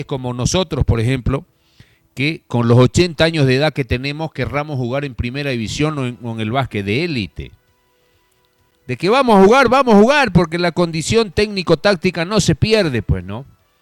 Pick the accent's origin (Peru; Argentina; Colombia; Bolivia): Bolivia; como muchos bolivianos seguramente